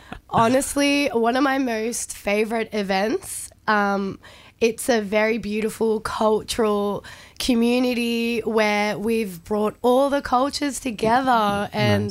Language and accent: English; Cairo, Cairo Governorate, Egypt; Growing up in Cairo, of course, music absolutely everywhere, on the streets, school, everywhere you go.